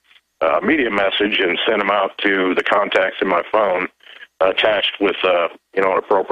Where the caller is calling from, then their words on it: Illinois, United States; I'm trying to wage the info war here in West Central Illinois.